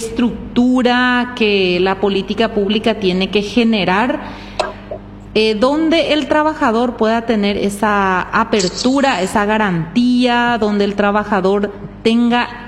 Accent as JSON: {"language": "Spanish", "town": "Horqueta", "region": "Concepción", "country": "Paraguay"}